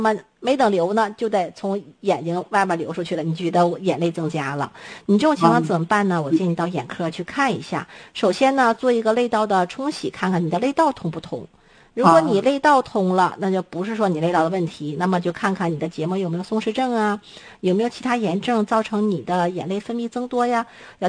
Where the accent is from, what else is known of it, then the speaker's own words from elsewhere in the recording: China; 我们中国人